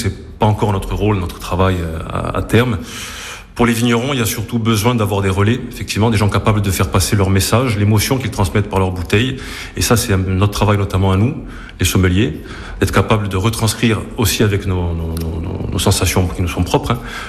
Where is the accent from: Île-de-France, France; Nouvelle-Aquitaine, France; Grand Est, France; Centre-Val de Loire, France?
Île-de-France, France; Paris; also born or lived in Bastia; now in Corsica, France; moi j'ai grandi à Paris